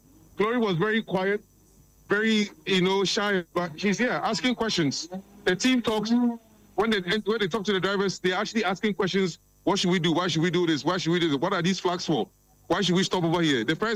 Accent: Ghana

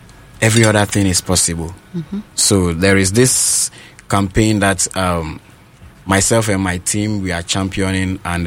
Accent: Wulensi district, Northern Region, Ghana; So I come from Lungi, a small community under the Wulensi district

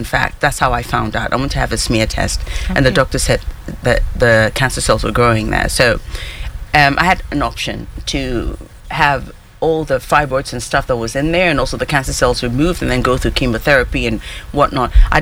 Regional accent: Ghana; I was brought up in Ghana.

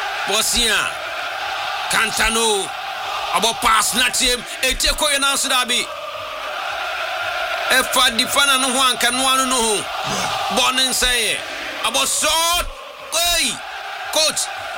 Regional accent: East Legon, Greater Accra, Ghana; from East Legon.

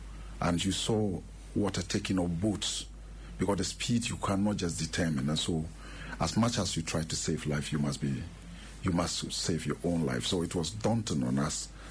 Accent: Ghana

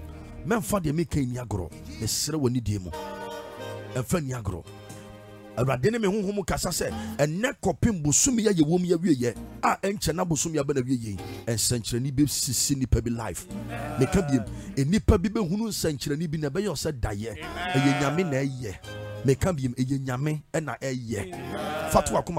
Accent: Baltimore, Maryland, United States; I'm from Baltimore. America, I'm from baby Maryland, Baltimore.

